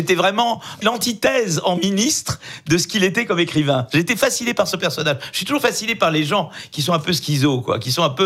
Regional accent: France; chez nous, en France et en Europe.

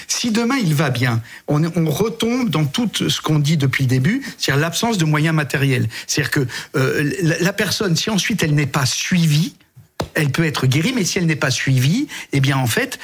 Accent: Corsica, France; Voilà, chez nous, en Corse, on a une croix à l'entrée du village et on a une croix à la sortie du village.

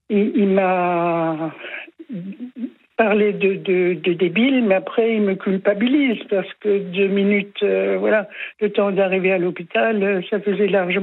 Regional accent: Strasbourg, Grand Est, France; Alors, nous, on habite à la campagne, enfin, mais je suis originaire de Strasbourg et j'étais chez mes parents.

